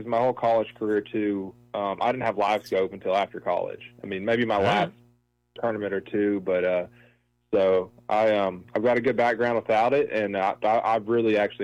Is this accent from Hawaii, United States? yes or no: yes; Hawaii, United States; Yeah, I kind of get back to my roots. I grew up on the Hawaii